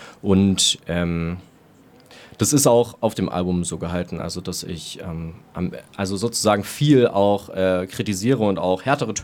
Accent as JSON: {"language": "German", "town": "Plauen", "region": "Saxony", "country": "Germany", "tie": "born or raised there", "said": "Vor allem eben halt gerade noch in meiner Heimatstadt in Plauen. Das liegt in Sachsen"}